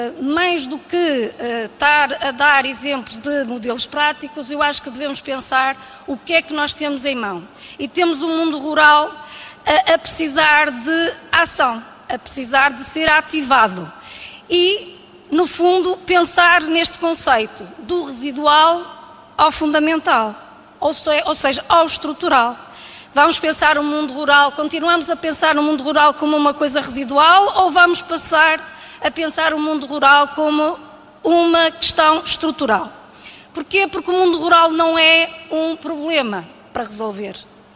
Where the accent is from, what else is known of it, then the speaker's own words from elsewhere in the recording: Minho, Portugal; como um ser autóctone que sou minhoto, falo isto porquê? Porque vivo numa aldeia